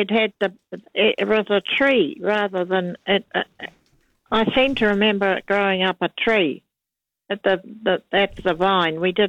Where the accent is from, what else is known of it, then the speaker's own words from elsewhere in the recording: Manawatū-Whanganui, New Zealand; born there; I come from the Parapara out of Whanganui.